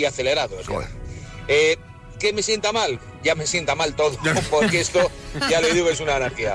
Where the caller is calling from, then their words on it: Segovia, Castile and León, Spain; de Segovia.